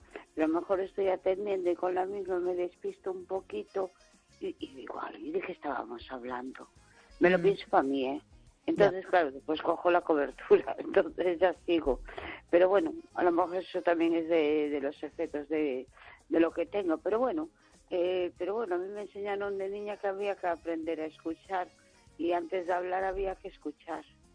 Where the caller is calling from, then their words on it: A Coruña, Galicia, Spain; de Coruña.